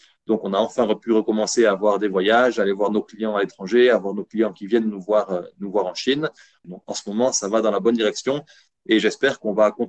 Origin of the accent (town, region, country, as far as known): France; moved away as an adult; now in China